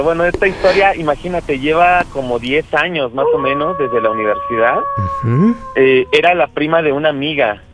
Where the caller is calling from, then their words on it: Cuautitlán Izcalli, State of Mexico, Mexico; Tengo 30 y estoy acá por Cuautitlán Izcalli, Estado de México.